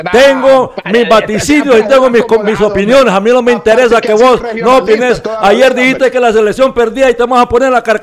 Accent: Honduras; Soy hondureño.

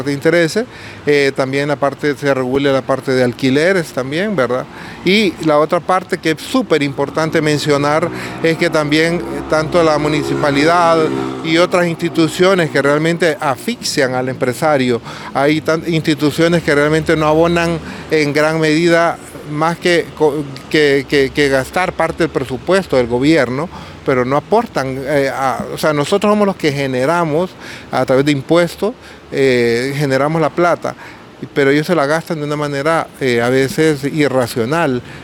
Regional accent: Honduras; nosotros como hondureños

